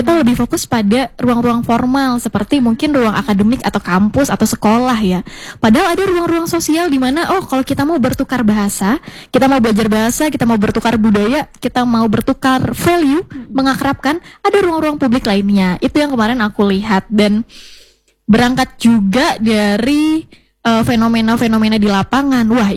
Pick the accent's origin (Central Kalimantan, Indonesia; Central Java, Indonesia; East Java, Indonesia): Central Kalimantan, Indonesia; Kita tuh orang Kalimantan Tengah tuh ternyata budayanya kaya banget loh.